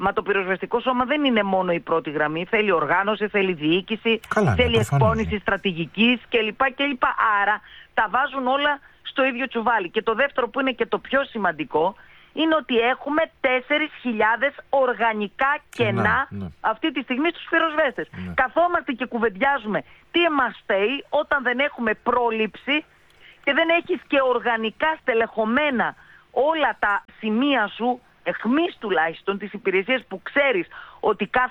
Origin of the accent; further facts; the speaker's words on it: Thessaly, Greece; Αυτή τη στιγμή δεν έχει αποκατασταθεί ο τόπος μου